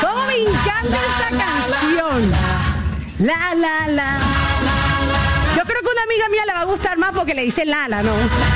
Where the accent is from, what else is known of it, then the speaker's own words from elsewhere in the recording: Barranquilla, Atlántico, Colombia; yo como buena barranquillera siempre lo voy a apoyar en las buenas y en las malas, perdóneme, pero es que, o sea, es mi paisana